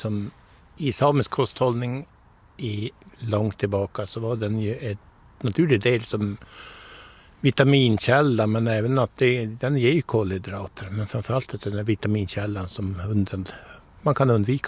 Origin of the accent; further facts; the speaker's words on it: Tärna, Västerbotten County, Sweden; som barn hemma i Tärna